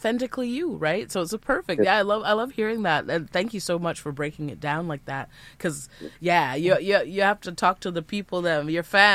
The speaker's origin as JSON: {"language": "English", "town": "Ottawa", "region": "Ontario", "country": "Canada", "tie": "born there", "said": "I was born out in Ottawa"}